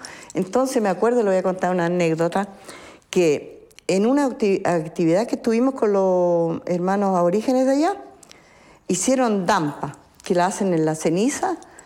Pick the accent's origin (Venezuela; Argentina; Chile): Chile; moved away as an adult; also born or lived in Australia; y nosotros habíamos como 4 chilenos